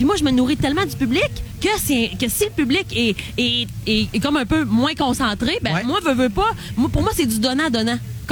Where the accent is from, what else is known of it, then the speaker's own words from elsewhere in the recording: Dolbeau-Mistassini, Quebec, Canada; chez moi, à Dolbeau-Mistassini.